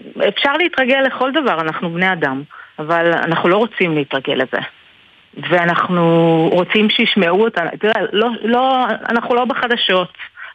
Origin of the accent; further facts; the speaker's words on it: Ramat HaSharon, Tel Aviv District, Israel; moved away as an adult; now in Northern Israel; אני במקור מתל אביב, אני במקור מרמת השרון, גרתי בתל אביב, אני יודעת מה זה, אני כאן עשור, אני בוחרת לגור כאן כל יום מחדש